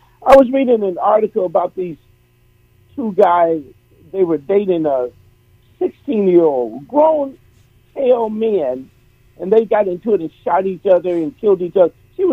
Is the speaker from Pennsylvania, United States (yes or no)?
no; Arkansas, United States; I grew up in Arkansas. I grew up in the South.